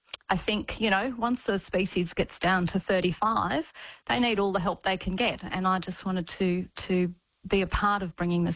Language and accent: English; Fallon, Queensland, Australia; a project to put a big thing in my hometown of Fallon in southern Queensland.